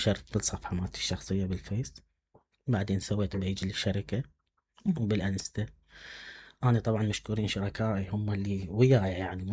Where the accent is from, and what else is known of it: Hillah, Babil, Iraq